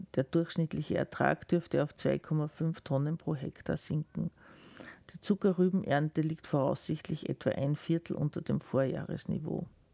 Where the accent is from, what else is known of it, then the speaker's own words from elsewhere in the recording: Salzburg, Austria; es ist in ganz Österreich so und im Osten sogar noch schlimmer als bei uns in Salzburg.